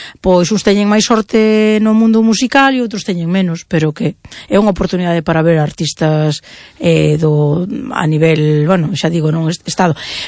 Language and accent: Galician; Santiago de Compostela, Galicia, Spain; Digo, os que somos de Santiago de toda a vida. Eu que vivo nun alto que sempre os víamos.